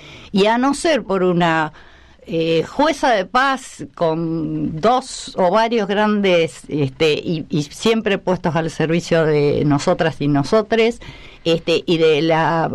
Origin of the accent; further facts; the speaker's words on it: Mercedes, Buenos Aires Province, Argentina; Básicamente, yo soy bonaerense, soy nacida en Mercedes, provincia de Buenos Aires, hija única